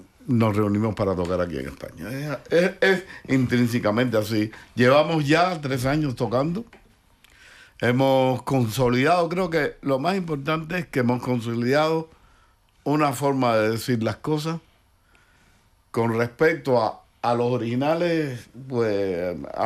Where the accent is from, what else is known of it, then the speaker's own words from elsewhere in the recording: Cuba; now in Spain; el resto somos cubanos que vivimos aquí